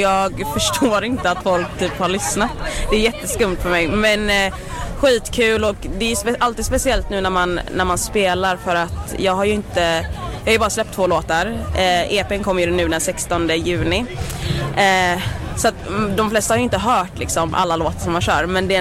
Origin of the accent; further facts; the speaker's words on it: Gothenburg, Västra Götaland County, Sweden; Jag är ju från Göteborg